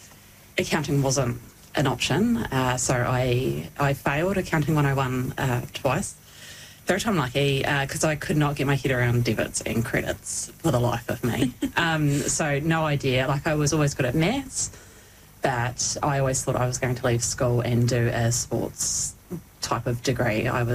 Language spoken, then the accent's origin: English; Invercargill, Southland, New Zealand; also born or lived in Greymouth; Born and bred in Invercargill, Southland. Lived here pretty much my whole life, except for a wee stint that my husband and I lived in Greymouth for a wee bit.